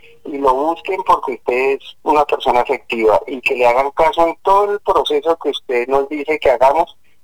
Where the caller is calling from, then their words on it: Machetá, Cundinamarca, Colombia; Aquí de Machetá, Cundinamarca